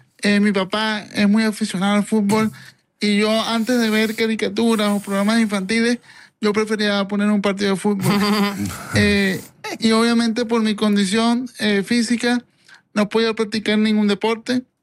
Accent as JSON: {"language": "Spanish", "country": "Venezuela", "said": "el 40% de nuestras redes es de público argentino, a pesar de que soy venezolano."}